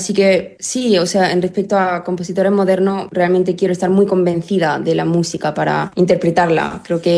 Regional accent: Granada, Andalusia, Spain; yo vengo de Granada, que tenemos la Alhambra

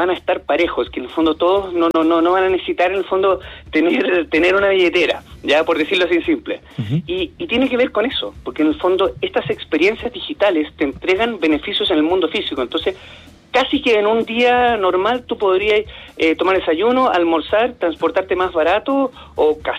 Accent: Chile; y como buenos chilenos empezamos a liderar en esa área. Y sucede que acá en Chile, en el fondo nosotros volviendo a nuestro país

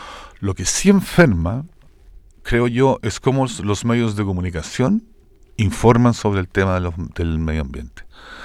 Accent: Chile; somos hechos los chilenos.

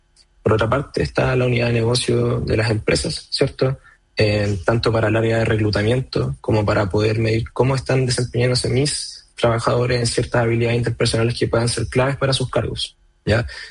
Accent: Concepción, Biobío, Chile; Es algo que es muy complicado de conseguir acá en Chile, y más nosotros que somos de Concepción. Bueno, Vicente es de Santiago, yo soy de Concepción.

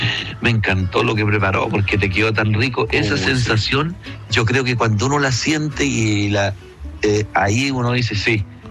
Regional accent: Villa Alegre, Maule, Chile; born or raised there; now in Santiago, Chile

